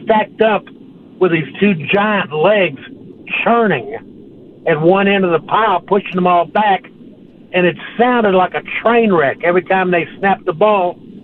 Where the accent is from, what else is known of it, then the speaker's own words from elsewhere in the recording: Texas, United States; So I grew up in East Texas, outside of Houston.